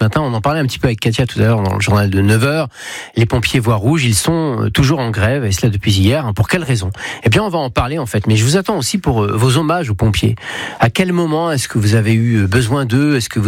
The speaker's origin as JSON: {"language": "French", "country": "France", "said": "le système des pompiers volontaires assez unique, hein, en Europe, chez nous en France"}